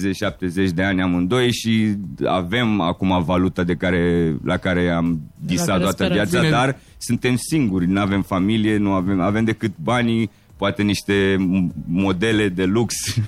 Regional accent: Constanța, Constanța County, Romania; Eu sunt din Tomistrei.

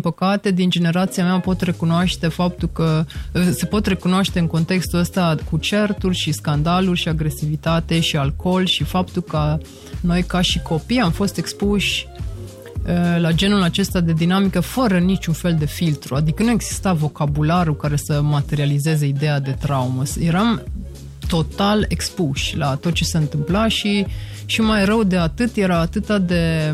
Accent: Deva, Hunedoara County, Romania; moved away as an adult; now in Norway; M-am născut chiar în Deva, în 86. Fac parte din celebra generație care a prins tot și comunismul pe final și haosul anilor 90.

